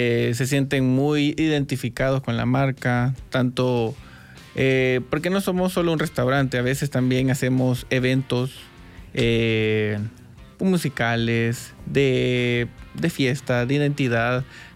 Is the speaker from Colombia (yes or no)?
no; Apopa, San Salvador, El Salvador; orgullo que somos de Apopa